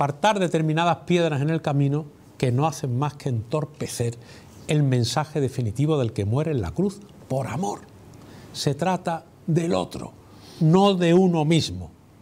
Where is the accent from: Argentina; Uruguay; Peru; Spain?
Spain; Seville, Andalusia; como somos sevillanos y cofrades